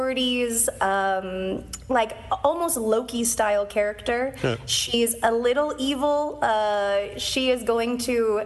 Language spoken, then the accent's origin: English; Canada; So, and I'm Canadian, so it's even worse.